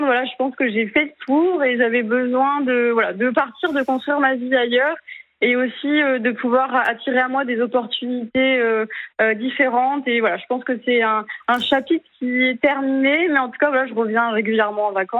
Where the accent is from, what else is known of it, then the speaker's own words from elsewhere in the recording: Saint-Pierre, Réunion, France; also born or lived in Toulouse; now in Montpellier, France; Non, parce que moi je suis née à Toulouse, mais par contre j'ai grandi 20 ans à La Réunion.